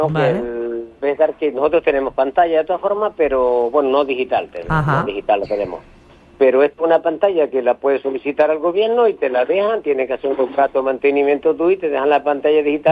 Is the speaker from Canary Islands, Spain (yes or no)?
yes; Canary Islands, Spain; que todos somos canarios iguales.